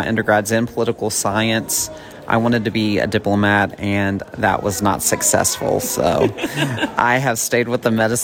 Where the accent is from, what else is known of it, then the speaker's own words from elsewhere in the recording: Oklahoma City, Oklahoma, United States; Oklahoma City, Oklahoma.